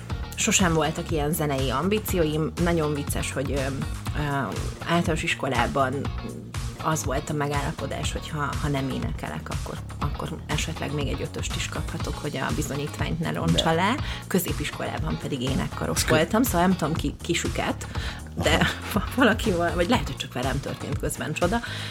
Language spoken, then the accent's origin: Hungarian; Ózd, Borsod-Abaúj-Zemplén, Hungary; moved away as an adult; also born or lived in Dunaújváros; now in Budapest, Hungary; Én eredetileg borsodi vagyok, ózdi, onnan mentem át.